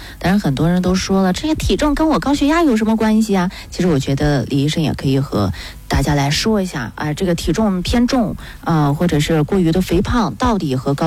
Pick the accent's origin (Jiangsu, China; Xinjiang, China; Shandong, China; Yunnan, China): Xinjiang, China; 对于我们新疆人来说，好像都比较重口味儿